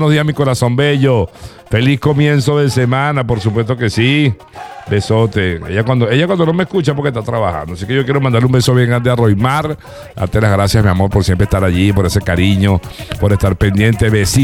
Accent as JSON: {"language": "Spanish", "town": "Naiguatá", "region": "La Guaira", "country": "Venezuela", "tie": "born or raised there", "moved": "yes", "said": "desde allá, desde mi pueblo"}